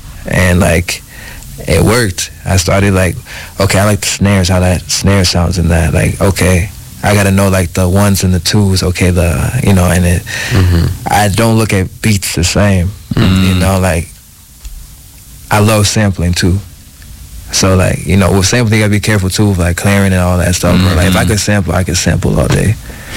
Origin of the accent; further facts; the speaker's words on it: Minnesota, United States; born there; because I come from Minnesota. I come from the cold